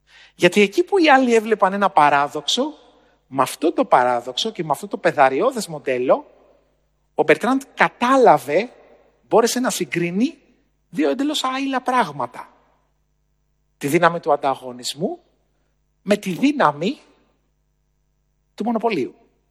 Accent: Navariko, Western Greece, Greece; Στο χωριό μου λοιπόν, στο Αγρίνιο, εκεί που μεγάλωσα, στο Ναβαρίκο Ετωλοακαρνανίας, ένα μικρό χωριό που είναι κοντά στο Θέρμο

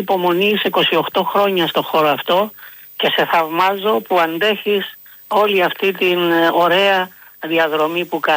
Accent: Agia Varvara, Greece; Ήθελα να σου πω κάτι που μου έμεινε από την Αγία Βαρβάρα, το χωριό μου. Ήμουνα το 44 γεννηθής, αλλά το 50 περίπου εκεί.

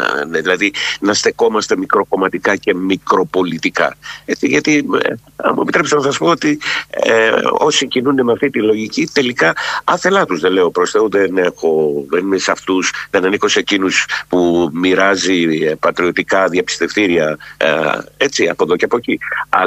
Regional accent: Greece; εμείς που είμαστε Έλληνες

